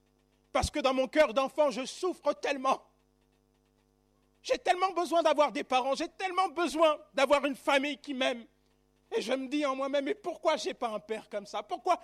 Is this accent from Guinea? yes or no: no; La Courneuve, Île-de-France, France; j'ai grandi à la Courneuve.